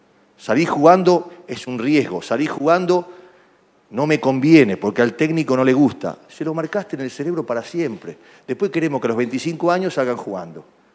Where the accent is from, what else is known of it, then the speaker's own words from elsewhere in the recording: Rosario, Santa Fe, Argentina; Yo no puedo concebir, yo soy de Rosario, no puedo concebir que Rosario, una ciudad tan futbolera como Rosario